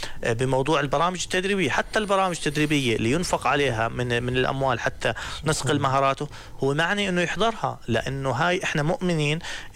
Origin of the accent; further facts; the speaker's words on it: Salt, Balqa Governorate, Jordan; من السلط.